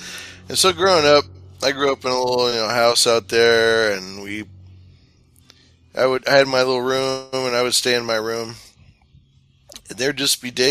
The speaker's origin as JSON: {"language": "English", "region": "California", "country": "United States", "tie": "born or raised there", "said": "I grew up in the Sacramento River Delta region, which back in the day of the early California pioneer days, they used to call that area the wilds"}